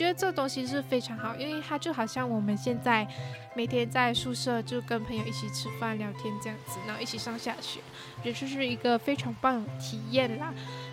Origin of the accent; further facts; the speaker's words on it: Malaysia; moved away as an adult; now in Taiwan; 虽然我们都是马来西亚人，但是我就会觉得因为我们是在马来西亚不同地区嘛，